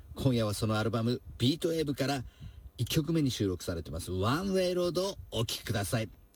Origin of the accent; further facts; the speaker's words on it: Fukushima, Japan; 地元福島県を中心に活動している僕らですけども、